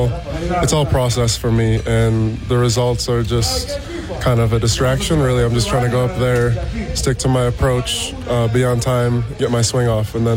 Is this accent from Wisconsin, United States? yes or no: yes; Wisconsin, United States; also born or lived in Canada; So I was born in Canada, but my family moved to Wisconsin when I was six.